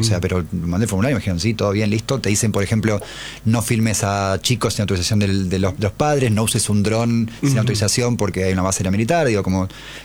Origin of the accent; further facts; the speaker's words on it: Argentina; lo único que nos une así como argentinos